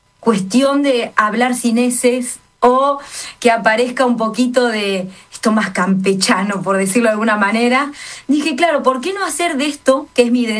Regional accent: Roque Pérez, Buenos Aires Province, Argentina; porque soy oriunda de Roque Pérez. Si bien en cantidad de habitantes es ciudad, Roque Pérez, provincia de Buenos Aires, tiene eso de mucha esencia de pueblo, ¿no?

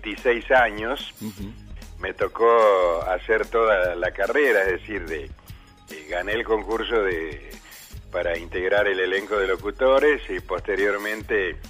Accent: Corrientes, Argentina; now in Tucumán, Argentina; en realidad yo soy tucumano, nada más que me crié en la provincia de Corrientes

